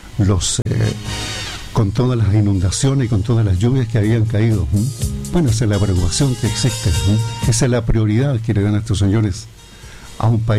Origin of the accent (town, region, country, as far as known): Chile